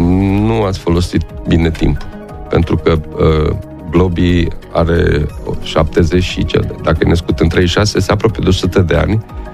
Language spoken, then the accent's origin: Romanian; Copăcel, Romania; Deci și eu și soția suntem din Copăcel, ne-am întors acasă, casele sunt cum sunt și tot renovăm.